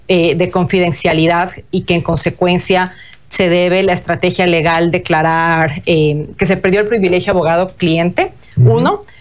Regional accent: Ecuador; cuando el proceso ya se ha diluido hasta en las memorias de nosotros como ecuatorianos.

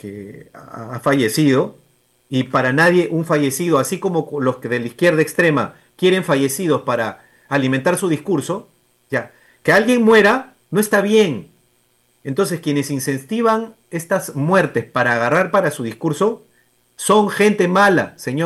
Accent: Peru; Entonces nosotros como padres peruanos, oye, a ver, ¿dónde están feministas?

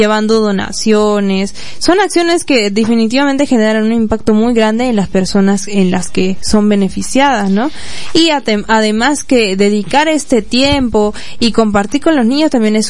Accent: Tacna, Peru; No solamente representarnos como tacneños, como peruanos a través de esta danza, sino también como basadrinos

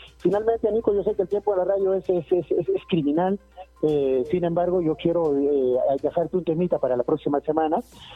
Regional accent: Chilca, Junín, Peru

